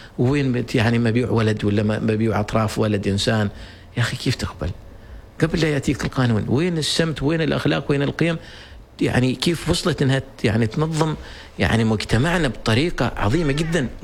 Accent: Oman; أنا كعماني أبيع القهوة العمانية

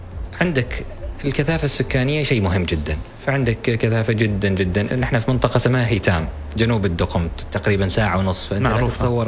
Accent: Oman

